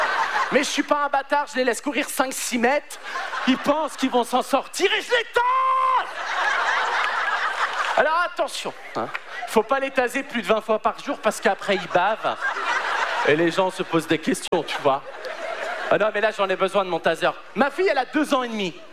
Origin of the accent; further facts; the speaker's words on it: Paris, Île-de-France, France; Je leur ai dit bonjour, je suis de Paris, comment ça se passe?